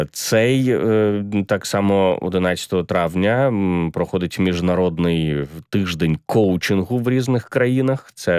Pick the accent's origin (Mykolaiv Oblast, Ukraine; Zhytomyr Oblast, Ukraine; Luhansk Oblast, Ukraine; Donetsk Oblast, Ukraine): Donetsk Oblast, Ukraine; Mariupol; я з Маріуполя.